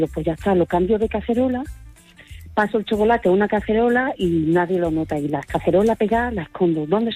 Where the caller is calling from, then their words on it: Zafra, Extremadura, Spain; yo vivo en Zafra